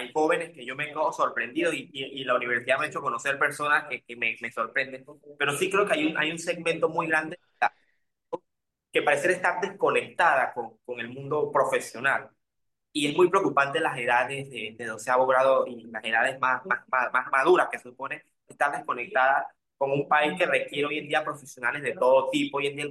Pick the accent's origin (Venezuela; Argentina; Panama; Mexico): Panama